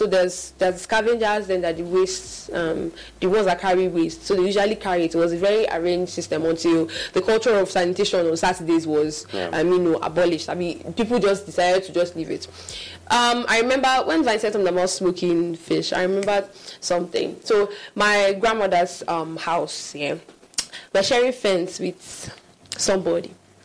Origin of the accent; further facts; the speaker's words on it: Lagos, Nigeria; I remember when I was growing up in Lagos, we had sanitation every Saturday morning from 7 a.m. to 10 o'clock.